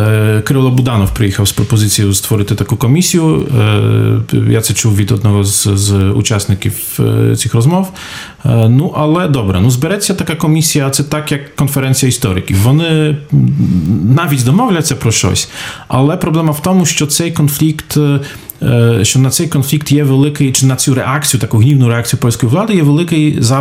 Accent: Poland; Ukrainian is a second language; Знаєте, тут питання, наскільки мені можна виступати як звичайний поляк

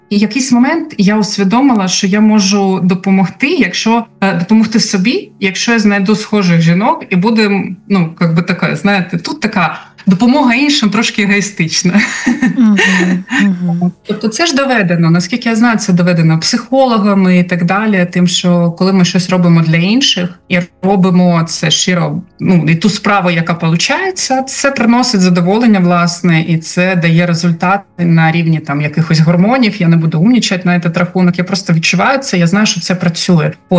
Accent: Kharkiv, Kharkiv Oblast, Ukraine; moved away; Я харків'янка, яка вже давно живу не в Харкові

